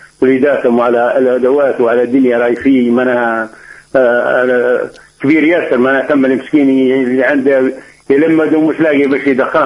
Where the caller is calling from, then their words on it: southern Tunisia, Tunisia; إحنا من الجنوب